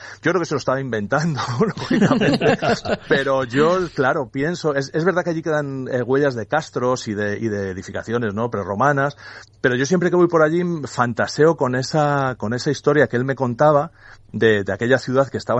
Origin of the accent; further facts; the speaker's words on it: Salamanca, Castile and León, Spain; Él es de León, yo soy de Salamanca, que soy el ilustrador, y la editorial es de Valladolid.